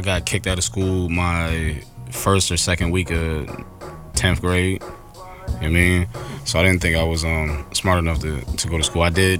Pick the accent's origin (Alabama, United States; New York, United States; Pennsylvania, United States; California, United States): Pennsylvania, United States; Lancaster; So I'm from Lancaster, Pennsylvania.